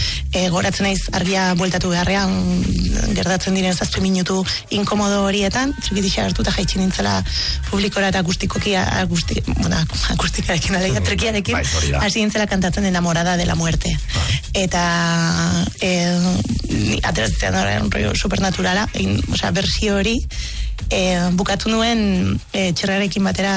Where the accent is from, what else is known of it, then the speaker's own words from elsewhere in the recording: Arrasate, Basque Country, Spain; 80. Markada hasieran jaio nintzen Arrasaten.